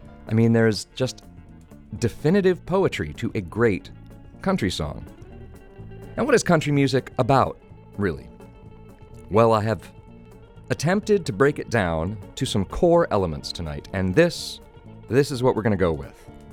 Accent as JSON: {"language": "English", "region": "Oklahoma", "country": "United States", "tie": "born or raised there", "moved": "yes", "said": "I grew up in Oklahoma. I was there throughout the 80s and the 90s"}